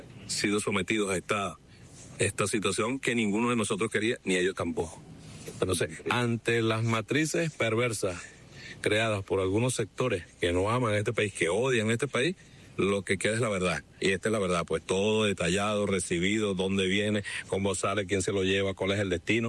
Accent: Venezuela; como siempre somos los venezolanos

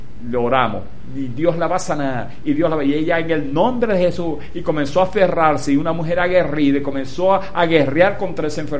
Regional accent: Venezuela; porque así somos los venezolanos

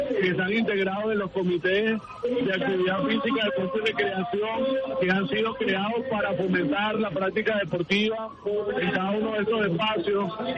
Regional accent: Venezuela; de lo que somos capaces de hacer como venezolanos y venezolanas

